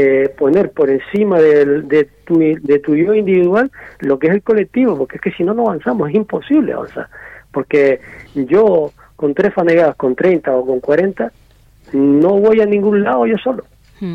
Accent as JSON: {"language": "Spanish", "region": "Canary Islands", "country": "Spain"}